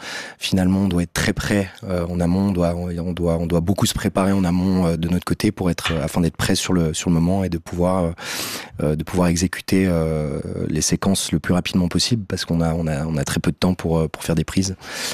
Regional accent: Switzerland; en tant que Suisse

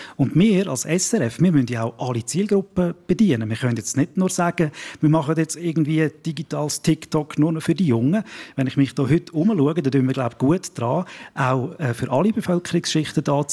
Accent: Steinen, Schwyz, Switzerland; Ja gut, ich bin aus dem Zuckerland, oder mit Betonung auf Land. Und ich bin auch aufgewachsen mit der Steiner Kilbi und mit dem … so weiter.

